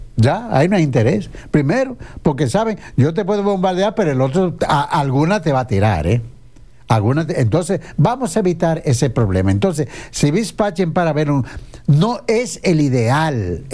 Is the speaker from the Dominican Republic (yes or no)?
yes; Dominican Republic